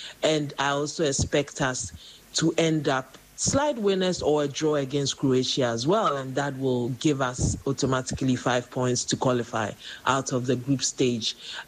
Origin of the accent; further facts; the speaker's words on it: Accra, Greater Accra, Ghana; and I'm speaking from Accra, Ghana. I am super excited about this World Cup, and as a Ghanaian, of course, I'm hoping that the Black Stars will surprise every one of us by qualifying for the next stage.